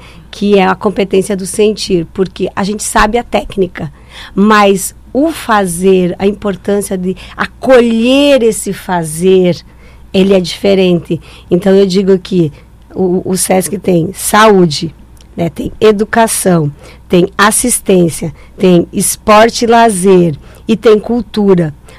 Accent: Rio Grande do Sul, Brazil; born there; moved away; eu venho do interior, lá do interior do Rio Grande do Sul

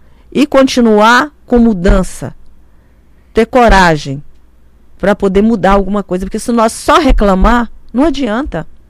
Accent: Goiás, Brazil; Eu sou do interior de Goiás, eu nasci no interior de Goiás, sou filho de pequenos produtores.

